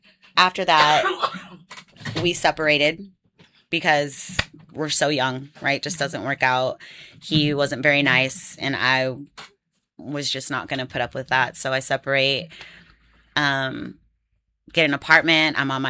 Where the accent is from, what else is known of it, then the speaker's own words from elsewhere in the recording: Houston, Texas, United States; I grew up in Texas, right, around the Houston area.